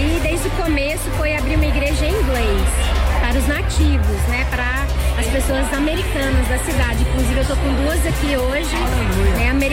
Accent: Brazil; accent: Brazilian; now in United States; Mesmo sendo brasileiros, tendo acento.

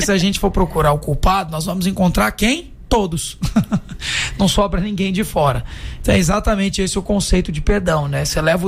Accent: Goiás, Brazil; como nós goianos aqui

